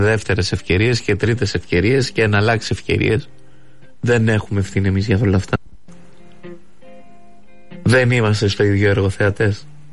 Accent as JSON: {"language": "Greek", "country": "Greece", "said": "Και εγώ δεν λέω οι Έλληνες φταίνε, λέω οι Έλληνες φταίμε."}